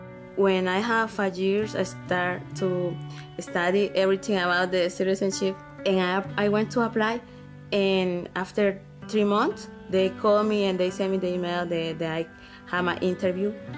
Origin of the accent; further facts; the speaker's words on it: Soyapango, San Salvador, El Salvador; English is a second language; now in United States; I was born in El Salvador, so I'm Salvadorian. I grew up in a city, the name is Soyapango. It's the most dangerous city in El Salvador.